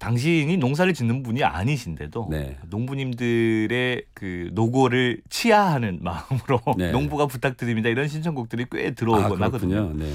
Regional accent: Tongyeong, South Gyeongsang, South Korea; moved away; 저는 이제 나고 자라기를 한산도 섬에서 이제 컸으니까

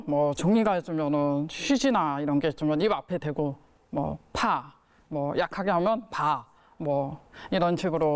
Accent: Gangwon, South Korea; 저를 데리고 이제 강원도 고향에서부터 서울까지 왔다 갔다 하면서

